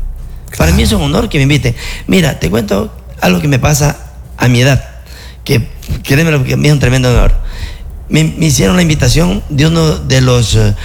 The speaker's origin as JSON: {"language": "Spanish", "town": "Santo Domingo", "region": "Santo Domingo de los Tsáchilas", "country": "Ecuador", "said": "muchos empresarios de Santo Domingo tenemos que hacer eso"}